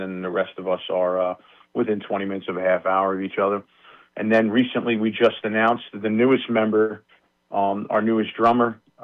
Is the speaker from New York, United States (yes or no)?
yes; Long Island, New York, United States; Yeah, we're all from Long Island, New York.